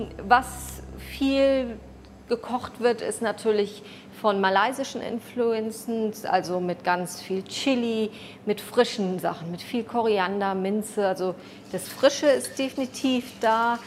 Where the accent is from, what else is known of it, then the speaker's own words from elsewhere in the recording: Cape Town, Western Cape, South Africa; also born or lived in Germany; Ich bin in Südafrika geboren, habe insgesamt 4 Schulen besucht, mehrere Kindergärten, die dann dazu gekommen sind, auf beiden Kontinenten, also einmal in Südafrika und auch in Deutschland.